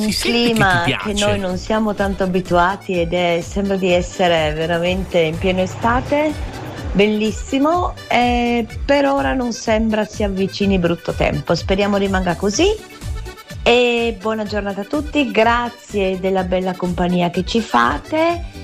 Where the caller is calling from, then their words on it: Ampezzo, Friuli-Venezia Giulia, Italy; da Ampezzo in Carnia.